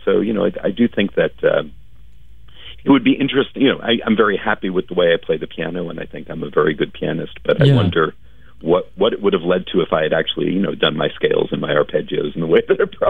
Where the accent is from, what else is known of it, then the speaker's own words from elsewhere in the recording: Scarsdale, New York, United States; I grew up in Scarsdale, New York, just down the street from Greenwich, where I'm now working.